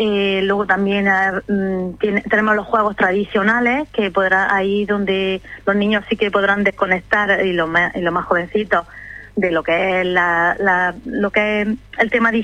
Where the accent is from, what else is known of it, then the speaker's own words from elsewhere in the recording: Almería, Andalusia, Spain; cómo somos los almerienses